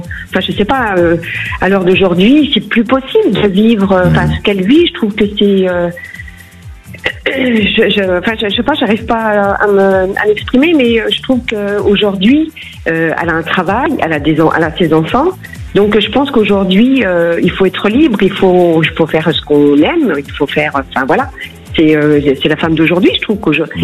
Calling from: Pays de la Loire, France; Alors, du Pays de la Loire.

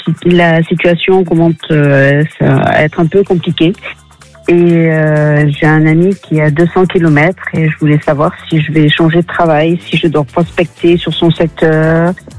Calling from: Nouvelle-Aquitaine, France; De la Gironde.

